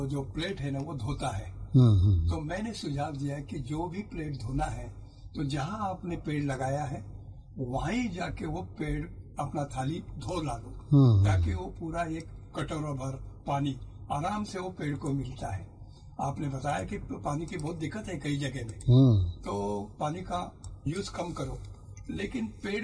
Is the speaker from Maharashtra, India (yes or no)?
yes; Maharashtra, India